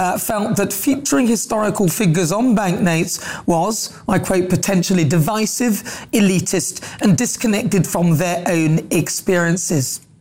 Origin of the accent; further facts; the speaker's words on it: United Kingdom; I, for one, are so proud of being British.